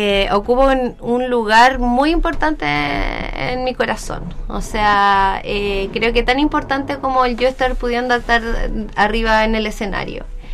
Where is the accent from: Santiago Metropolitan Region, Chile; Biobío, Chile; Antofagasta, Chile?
Antofagasta, Chile; moved away; Yo soy antofagastina.